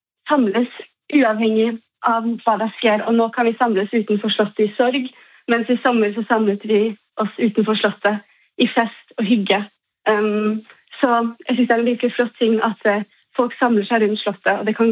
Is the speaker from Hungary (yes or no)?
no; Norway; ja, man har behov for at være med andre nordmænd, kan jeg godt mærke. Så de andre norske studerende her, vi holder sammen. Og så kan det også godt være, at man tager turen hjem til Norge